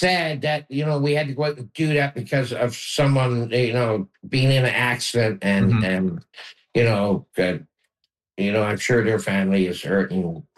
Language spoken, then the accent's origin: English; Newfoundland and Labrador, Canada; moved away as an adult; also born or lived in Ontario; just being a Newfoundlander.